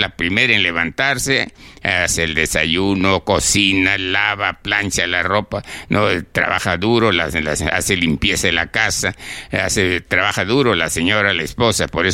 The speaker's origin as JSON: {"language": "Spanish", "town": "Chiclayo", "region": "Lambayeque", "country": "Peru", "said": "Yo soy de Chiclayo, de allá del norte."}